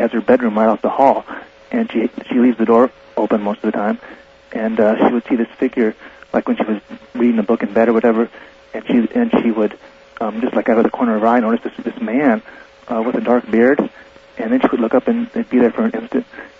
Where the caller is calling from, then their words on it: San Diego, California, United States; I'm calling from San Diego.